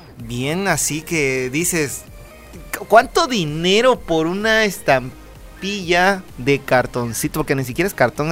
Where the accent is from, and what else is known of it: Mexico